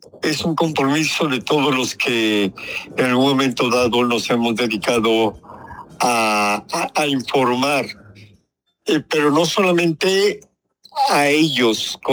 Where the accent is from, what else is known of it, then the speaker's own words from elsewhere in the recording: Mexico; como sociedad, como mexicanos.